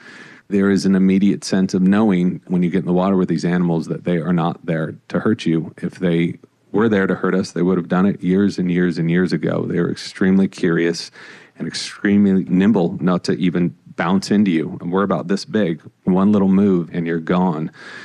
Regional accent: California, United States; And I grew up in Orange County.

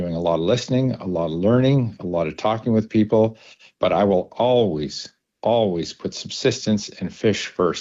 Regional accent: Alaska, United States; The YK region really is a sister region to the Bristol Bay region where I'm from.

